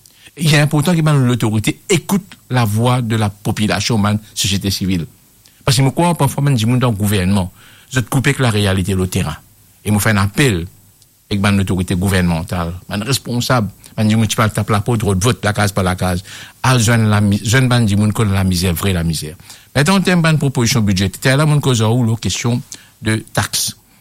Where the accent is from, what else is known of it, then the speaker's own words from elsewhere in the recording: Mauritius; nous, le Mauricien, allons dans notre pays, allons sourire dans notre pays